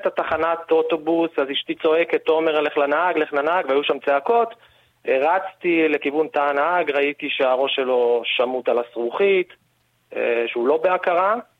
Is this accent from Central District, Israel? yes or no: yes; Tzoran, Central District, Israel; אני מהיישוב צורן.